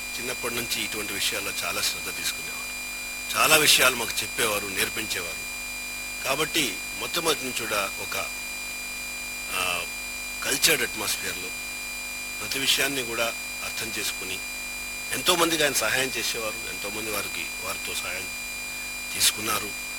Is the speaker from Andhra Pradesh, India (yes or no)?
yes; Anantapur, Andhra Pradesh, India; born or raised there